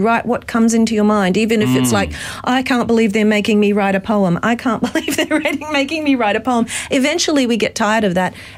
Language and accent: English; Mackay, Queensland, Australia; I've been writing songs since I was 7 years old, growing up in Bly Court in Mackay, in North Mackay, Mount Pleasant, and going to Mackay North State Primary and High Schools.